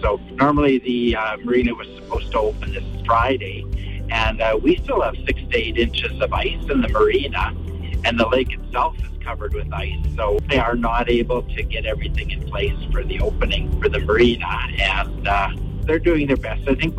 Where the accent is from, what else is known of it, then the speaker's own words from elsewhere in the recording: Saskatchewan, Canada; now in Cold Lake, Canada; And I'm from Saskatchewan